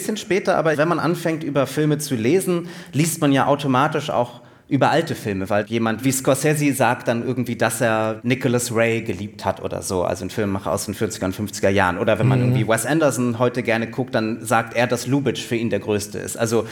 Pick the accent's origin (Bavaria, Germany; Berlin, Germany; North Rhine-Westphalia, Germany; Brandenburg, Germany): Berlin, Germany